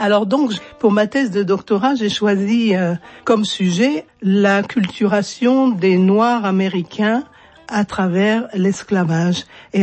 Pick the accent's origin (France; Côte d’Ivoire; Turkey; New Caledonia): Côte d’Ivoire; Abidjan; puisque j'ai grandi en Côte d'Ivoire. Je suis une Abidjanaise.